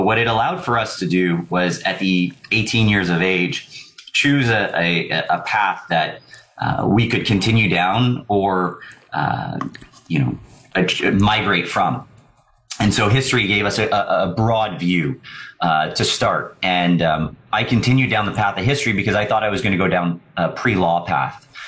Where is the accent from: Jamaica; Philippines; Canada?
Canada; Montreal, Quebec; also born or lived in Ottawa; But I was born in Ottawa, and I grew up in Montreal. A lifelong Habs fan, so very happy with the season, not happy with the ending. I say I'm from Montreal, even though I have a bit of both, but really those were my formative years.